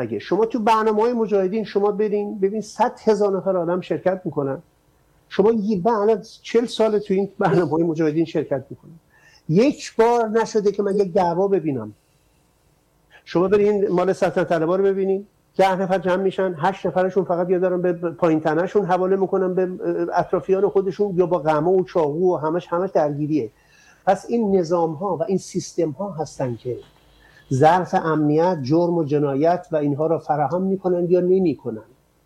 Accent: Amol, Mazandaran, Iran; born there; من مال آمولم توی مازندران

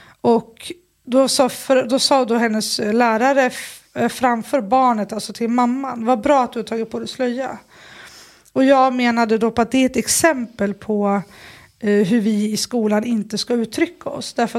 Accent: Sundsvall, Västernorrland County, Sweden; born or raised there

